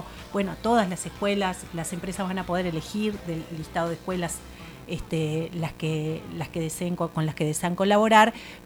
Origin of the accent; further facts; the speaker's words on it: Tacuarembó, Uruguay; Yo soy de Tacuarembó